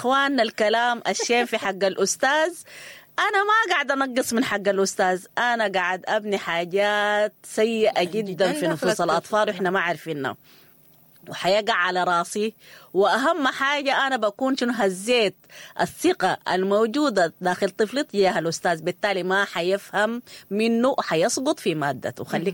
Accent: Sudan; احنا اعتدنا عليه يا ناس كسودانيين

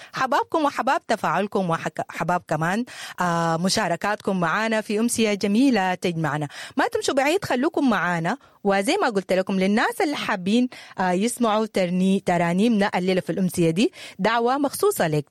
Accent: Sudan

